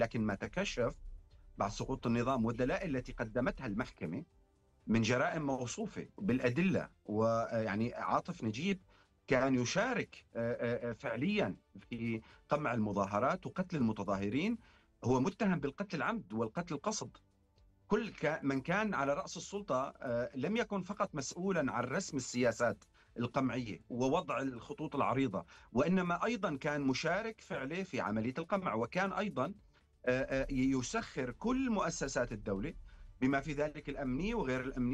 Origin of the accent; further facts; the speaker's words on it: Syria; نحن يعني كسوريين